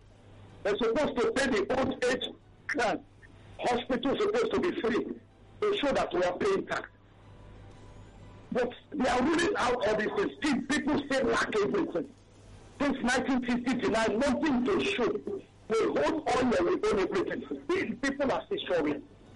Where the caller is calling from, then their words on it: Ojo, Lagos, Nigeria; I'm calling from Ojo.